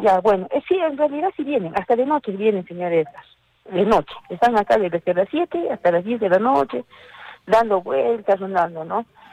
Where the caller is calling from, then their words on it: Pachacútec, Arequipa, Peru; Yo estoy llamando de Pachacute.